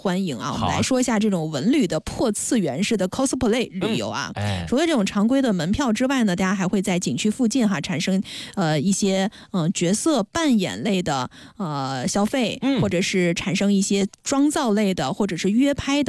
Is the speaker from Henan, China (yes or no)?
yes; Henan, China; moved away; 我家乡河南